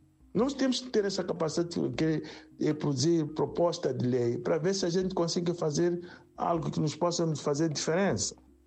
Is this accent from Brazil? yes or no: no; Mozambique; Bem, é como moçambicano também, para dizer que o sangue do moçambicano corre sempre nas minhas veias.